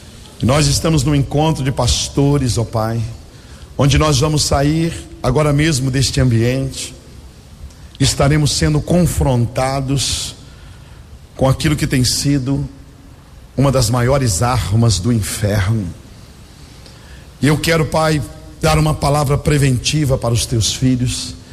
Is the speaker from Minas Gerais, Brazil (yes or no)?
yes; Minas Gerais, Brazil; born there; also born or lived in Belo Horizonte; E um dia meu pai resolveu sair do interior e mudar-se para Belo Horizonte